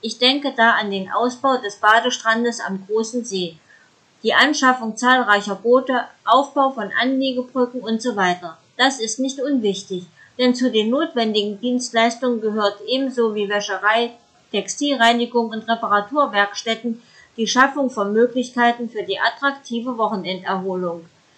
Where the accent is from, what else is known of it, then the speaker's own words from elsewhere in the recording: Mühlhausen, Thuringia, Germany; born there; Wir waren in meiner Geburtsstadt Mühlhausen.